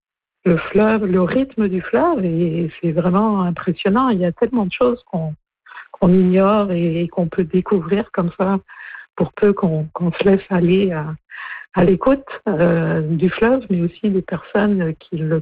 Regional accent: Brittany, France; now in Canada; quand on vient de Bretagne, c'est assez marquant.

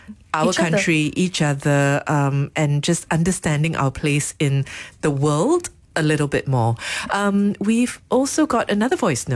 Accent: Malaysia; Being Malaysian to me means investigating the stories we tell, the voices we prioritize and consider who's being left out

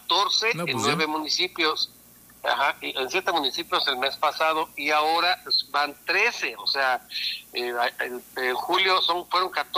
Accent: Morelia, Michoacán, Mexico; todos los que somos de Morelia la conocemos

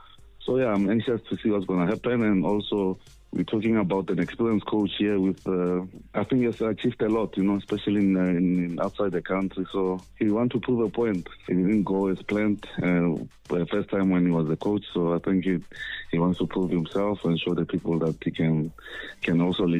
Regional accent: South Africa; as a South African, because, you know, back home here

